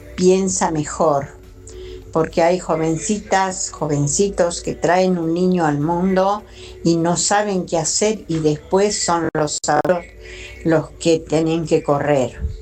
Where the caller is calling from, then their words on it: Buenos Aires, Argentina; de Floresta.